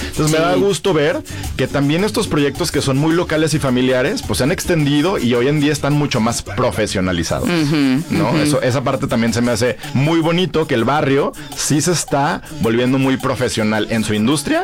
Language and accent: Spanish; Mexico; El burrito de la tortillita para mí es algo muy nostálgico de la niñez mexicana y que hoy como adultos mexicanos siempre vamos a vivir con ese recuerdo.